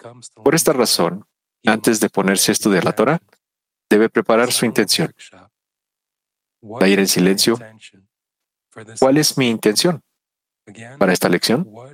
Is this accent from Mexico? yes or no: no; Bnei Brak, Central District, Israel; Durante muchos años yo crecí en Bnei Baraj. Y sí, estuve viviendo, nací donde, muy cerca donde Rabash vivió.